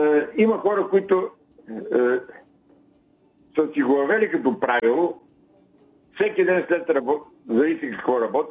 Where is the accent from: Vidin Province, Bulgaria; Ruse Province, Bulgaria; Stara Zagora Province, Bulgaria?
Vidin Province, Bulgaria; Vidin; born there; аз съм роден във Вили 50-та година, аз съм от 65, близо съм вече 56.